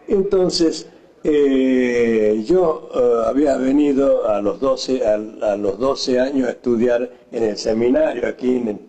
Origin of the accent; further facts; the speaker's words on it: Tala, Salta, Argentina; now in Salta, Argentina; viajando lejos, yéndome de mi pueblo